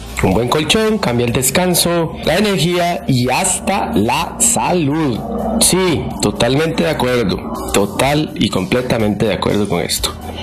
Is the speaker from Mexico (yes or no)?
no; Costa Rica; los que nacimos en esta tierra, y por qué no, los que llegaron acá y adoptaron este país, y también los adoptamos como uno más de nuestros compatriotas. Soy Tico